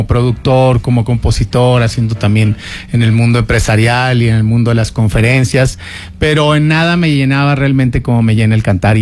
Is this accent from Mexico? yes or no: yes; Mexico; soy un cantante mexicano